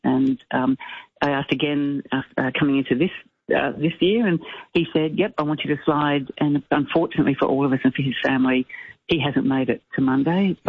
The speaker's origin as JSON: {"language": "English", "town": "Melbourne", "region": "Victoria", "country": "Australia", "tie": "born or raised there", "said": "My dad was a St Kilda supporter. I grew up in Melbourne watching the footy on telly, listening to Lou Richards, the eternal hope and disappointment with the Saints."}